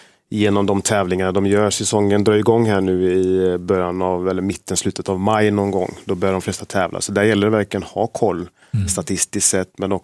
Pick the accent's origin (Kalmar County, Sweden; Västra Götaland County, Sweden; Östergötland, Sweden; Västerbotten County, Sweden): Västra Götaland County, Sweden; Gothenburg; Och vi hade ju något som hette Angeredscupen i Angered där jag växte upp.